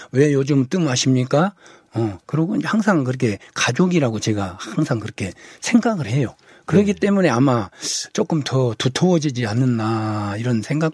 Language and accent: Korean; Haenam, South Jeolla, South Korea; also born or lived in Seoul; now in Iksan, South Korea; 원래 고향이 해남이거든요.